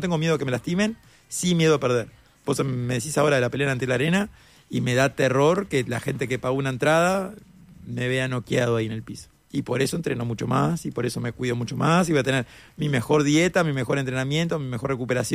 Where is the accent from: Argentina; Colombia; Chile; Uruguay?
Uruguay